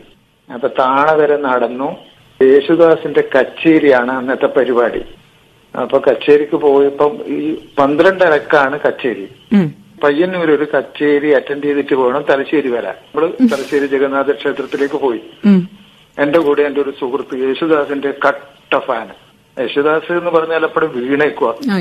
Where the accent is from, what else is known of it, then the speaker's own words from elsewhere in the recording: Kerala, India; now in Pinarayi, India; എന്റെ നാട് കൂത്തുപറമ്പിനടുത്താണ്. ഇപ്പൊ താമസിക്കുന്നതാണ് പിണറായി.